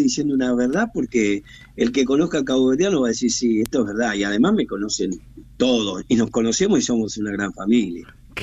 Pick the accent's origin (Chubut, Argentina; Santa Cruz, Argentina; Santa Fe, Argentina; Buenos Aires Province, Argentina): Buenos Aires Province, Argentina; Avellaneda; born there; Yo soy requete argentino, nacido en Avellaneda, ojo.